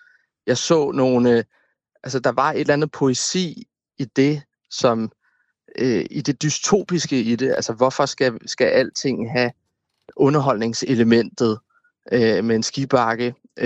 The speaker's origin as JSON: {"language": "Danish", "town": "Copenhagen", "region": "Capital Region of Denmark", "country": "Denmark", "tie": "born or raised there", "said": "midt i min hjemby"}